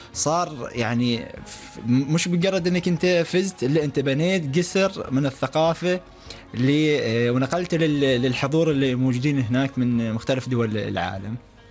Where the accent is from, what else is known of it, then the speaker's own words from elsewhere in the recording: Oman; كانت اول مشاركة لنا نحن في ماليزيا وفي الولايات المتحدة كعمانيين موجودين في هذا المعرض